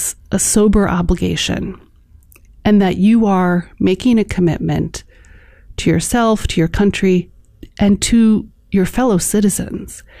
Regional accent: Chicago, Illinois, United States; born or raised there

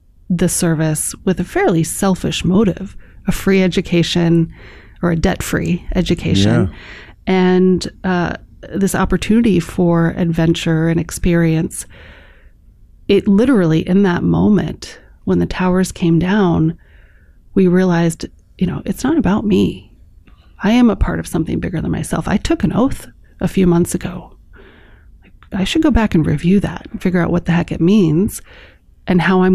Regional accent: Chicago, Illinois, United States; I grew up in Chicago, mm-hmm. and I went to a boarding school.

